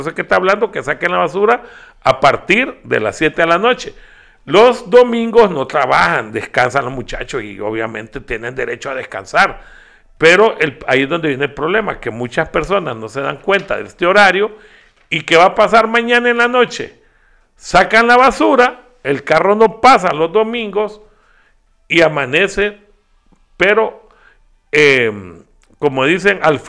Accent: Tegucigalpa, Francisco Morazán, Honduras; el centro histórico de Tegucigalpa, en los años que fuimos niños, ahí vivían solo familias

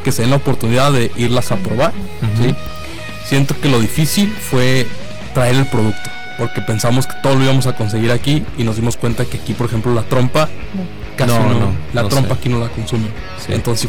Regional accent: Zacatecas, Mexico; yo soy de Zacatecas capital

